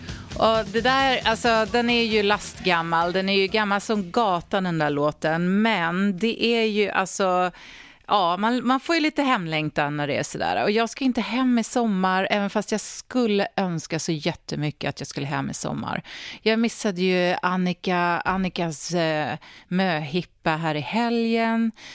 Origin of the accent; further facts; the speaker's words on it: Sweden; now in Australia; när man har valt att bo här i Australien. Men hörni, någonting som sker hemma i Sverige, även fast man bor här i Australien